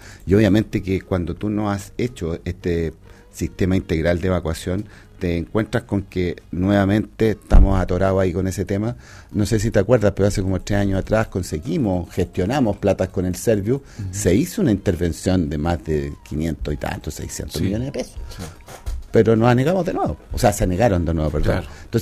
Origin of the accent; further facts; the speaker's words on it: Los Andes, Valparaíso, Chile; Los que somos andinos, nacimos acá, cuando crecimos en los colegios en la época, los 70, 80, sí.